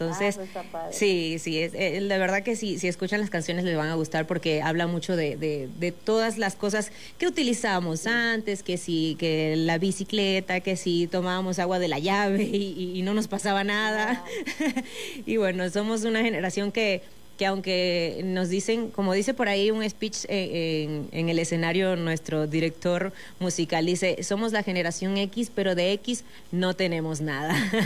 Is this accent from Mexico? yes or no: no; Venezuela; Yo, por ejemplo, soy venezolana